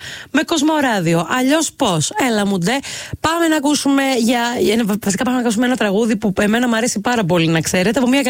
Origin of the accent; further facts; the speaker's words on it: Asyros, Central Macedonia, Greece; moved away; στην Άσυρο Θεσσαλονίκη, στο χωριό μου εκεί